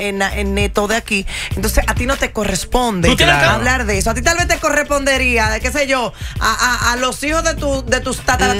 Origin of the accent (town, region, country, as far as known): Dominican Republic; now in New York, United States